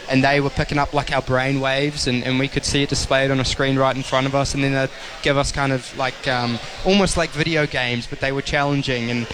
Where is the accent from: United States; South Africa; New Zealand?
New Zealand; he's Polish, I'm a Kiwi, we're from opposite sides of the world